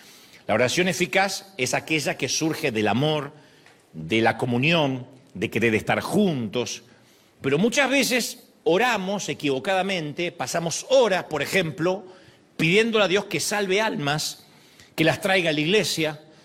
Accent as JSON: {"language": "Spanish", "country": "Argentina", "moved": "yes", "said": "Hace algunos años llegó un respetado predicador a la Argentina. Yo vivía allá"}